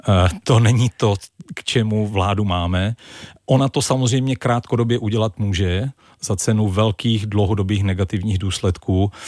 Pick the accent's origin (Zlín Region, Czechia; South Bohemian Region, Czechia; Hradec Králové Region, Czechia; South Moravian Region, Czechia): Zlín Region, Czechia; Zlín; jako Zlíňák si pamatuju to Baťovo heslo, buď práci čest.